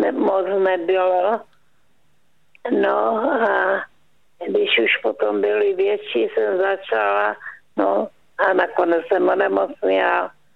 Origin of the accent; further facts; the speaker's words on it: Jeseníky, Czechia; also born or lived in Valašsko; A Váchy, to je moje rodiště. Naši se přestěhovali po válce 45. na Jeseníky, tak jsem tam vyrůstala